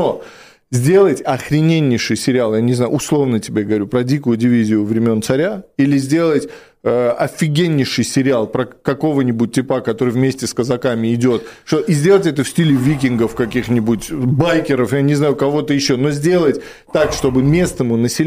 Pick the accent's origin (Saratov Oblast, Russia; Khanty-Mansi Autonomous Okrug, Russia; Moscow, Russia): Moscow, Russia; born or raised there; also born or lived in Europe